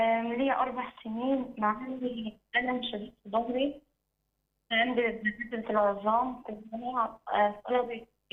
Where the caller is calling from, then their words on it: Sohag, Sohag Governorate, Egypt; انا بنت الرب من سوهاج.